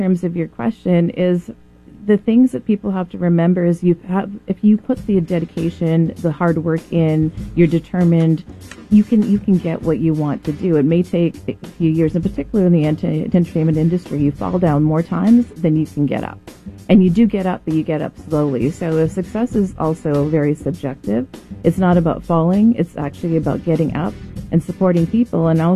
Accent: Canada; I'm from Canada, you know, very shy, introverted girl from Canada that was able to...

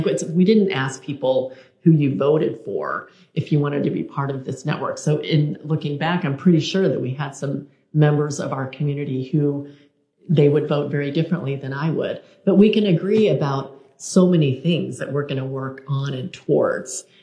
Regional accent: Kansas City, Missouri, United States; But I grew up in Kansas City, you know, and my neighbors were Republicans, but these are the old fashioned Republicans, not the current version.

